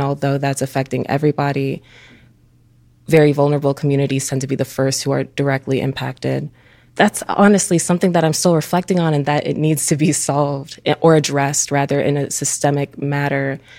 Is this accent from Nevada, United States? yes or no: no; Oak Park, Illinois, United States; born or raised there; now in Chicago, United States